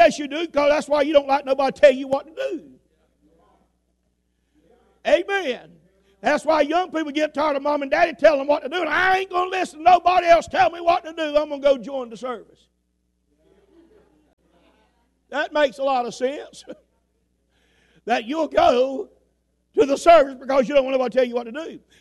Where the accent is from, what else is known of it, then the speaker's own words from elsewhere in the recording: Roland, United States; moved away; I'm from Roland. But I didn't stay around there.